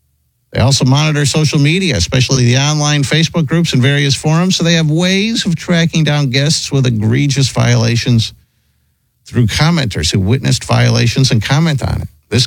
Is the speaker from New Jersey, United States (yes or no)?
yes; New Jersey, United States; I'm from New Jersey.